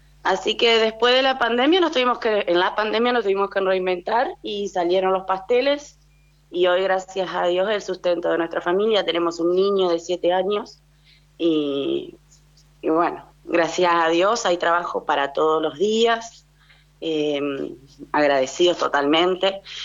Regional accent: San Gustavo, Entre Ríos, Argentina; No, nosotros somos oriundos de San Gustavo, que es un pueblito muy chiquito.

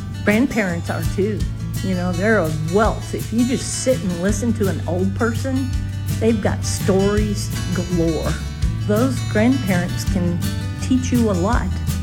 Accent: Abilene, Texas, United States; also born or lived in England; My dad retired from the military and when I was in second grade, so I grew up here in Abilene.

